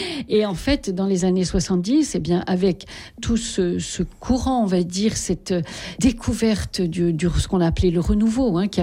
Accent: eastern France, France; Je suis née et j'ai grandi dans l'est de la France, mais mon père était juif pied noir d'Algérie.

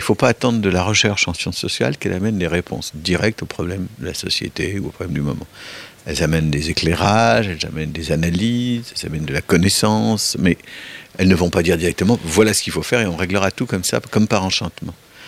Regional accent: France; nous autres Français, peut-être plus que d'autres, avons l'habitude de réfléchir en tant que Français

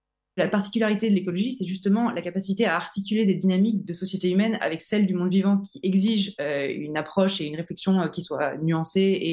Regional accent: Brittany, France; moi je suis bretonne hein, du Finistère

